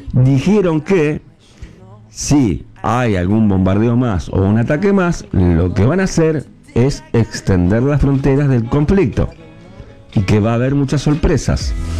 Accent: Argentina

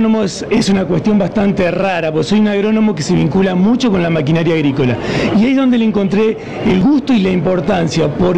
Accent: Estancia Grande, Entre Ríos, Argentina; yo nací en un pueblito que se llama Estancia Grande, cerca de Concordia, eso está al noreste de Entre Ríos. Vengo de una familia ganadera, mis padres producen ganado.

